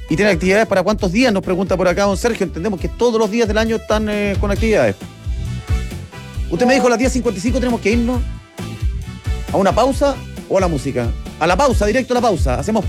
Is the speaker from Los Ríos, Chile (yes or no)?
yes; Valdivia, Los Ríos, Chile; Mira, yo soy de allá, yo soy del sur, yo soy de Valdivia.